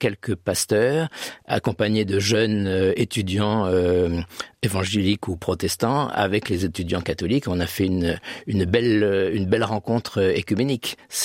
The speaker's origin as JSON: {"language": "French", "town": "La Rochelle", "region": "Nouvelle-Aquitaine", "country": "France", "said": "Je suis d'origine de La Rochelle, où une des branches de ma famille était protestante."}